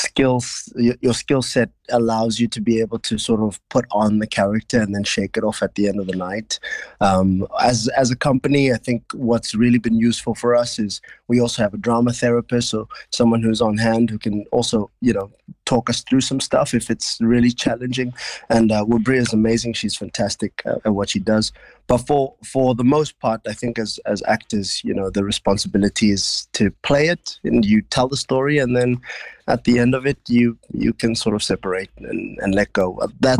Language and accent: English; South Africa; I'm from South Africa